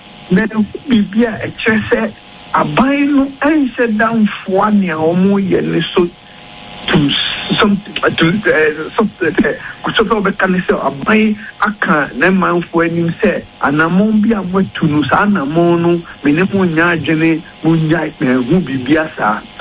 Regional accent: Ghana; I personally, as a Ghanaian, I am not happy with the things that are happening.

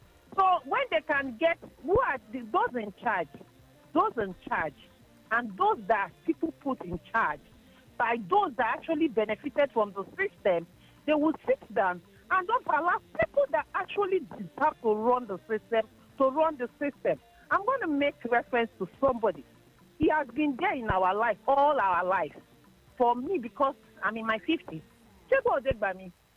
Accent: Lagos, Nigeria; growing up in Ajegunle

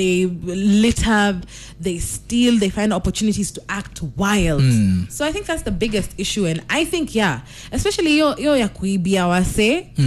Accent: Kenya

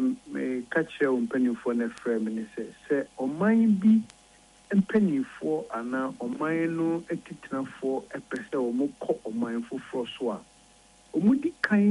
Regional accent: Ghana; I personally as a Ghanaian I am not happy with the things that are happening

